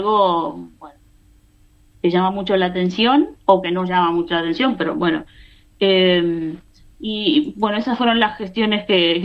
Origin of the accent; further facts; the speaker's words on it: Uruguay; now in Spain; esto no lo digo yo como uruguaya